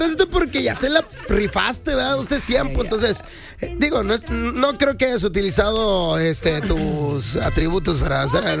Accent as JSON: {"language": "Spanish", "town": "San Nicolás de los Garza", "region": "Nuevo León", "country": "Mexico", "said": "soy de San Nicolás"}